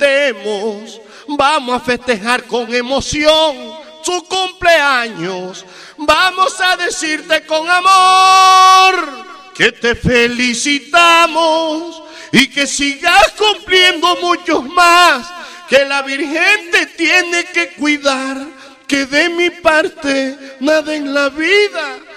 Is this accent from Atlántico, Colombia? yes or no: no; Valledupar, Cesar, Colombia; Quiero ver a mi pueblo, ese pueblo que me dio la bendición para yo poder ir a todo el mundo a representar mi vallenato, mi familia, mi legado.